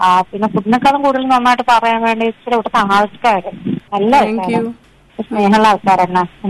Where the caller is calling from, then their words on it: Kozhikode, Kerala, India; ഞാൻ കോഴിക്കോട്.